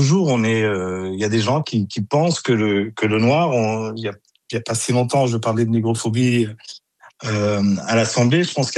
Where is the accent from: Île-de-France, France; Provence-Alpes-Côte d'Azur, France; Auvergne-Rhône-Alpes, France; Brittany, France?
Île-de-France, France; born there; Moi, je suis né ici, je suis un banlieusard, je suis né en Essonne.